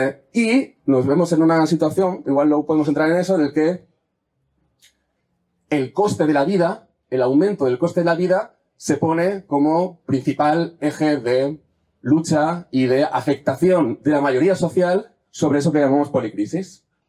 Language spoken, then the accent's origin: Spanish; Catalonia, Spain; Yo vengo de Cataluña, para bien y para mal